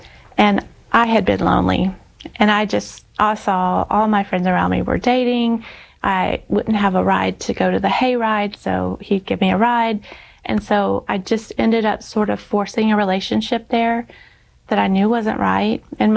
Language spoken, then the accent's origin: English; Alabama, United States; So I was proud to say, I'm from Alabama too.